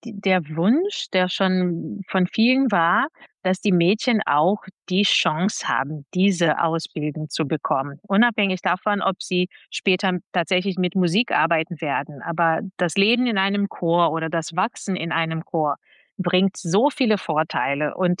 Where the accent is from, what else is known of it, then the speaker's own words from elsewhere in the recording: Brazil; also born or lived in Berlin; now in Nuremberg, Germany; Also ich habe immer in Kinderchöre gesungen, aber in Brasilien war es damals